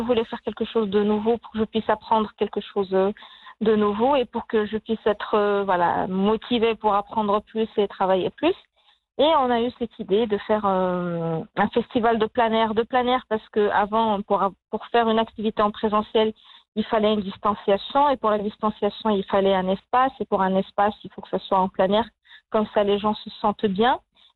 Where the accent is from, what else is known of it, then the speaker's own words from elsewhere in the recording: Marrakesh, Marrakesh-Safi, Morocco; Et je suis de Marrakech, j'adore Marrakech, et aussi les membres fondateurs aussi de l'association qui gère et qui organise le festival, ils sont de Marrakech.